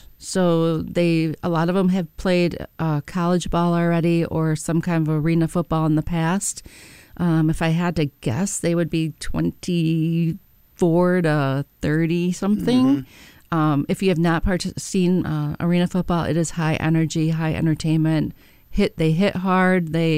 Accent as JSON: {"language": "English", "town": "Saginaw", "region": "Michigan", "country": "United States", "tie": "born or raised there", "said": "I've been in Saginaw my entire life, Saginaw County. I grew up in Saginaw Township, lived in Carlton for a long time."}